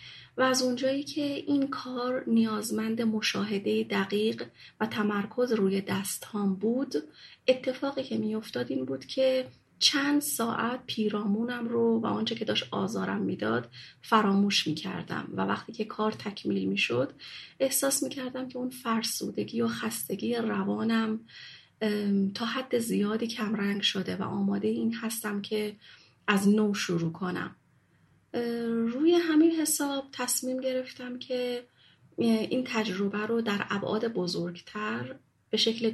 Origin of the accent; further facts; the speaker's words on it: Shiraz, Fars, Iran; moved away as an adult; now in Mashhad, Iran; بیش از 10 سال قبل، زمانی که تصمیم گرفتم از شهر خودم شیراز، جایی که توش به دنیا اومده بودم و بزرگ شده بودم، مهاجرت کنم به مشهد. وقتی اومدم مشهد 30 ساله بودم